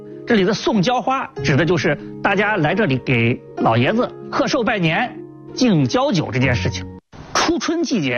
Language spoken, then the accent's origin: Chinese; China; 我们中国人